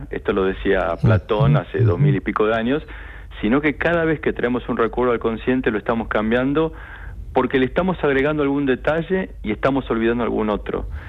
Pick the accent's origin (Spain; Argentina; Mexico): Argentina; O sea, en particular los argentinos, o yo soy argentino, los argentinos nos gusta el tango y el tango es muy nostálgico.